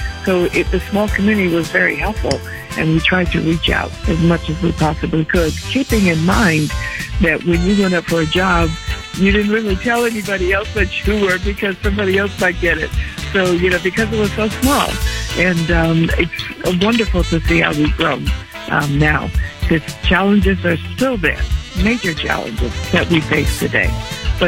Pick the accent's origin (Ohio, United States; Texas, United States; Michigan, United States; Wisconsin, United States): Ohio, United States; Cleveland; also born or lived in Washington, D.C.; Well, I was born in Washington, D.C. My family moved to Cleveland area when I was only 9 months old. So the Cleveland area is home to me. And I grew up there with a lot of support from my family.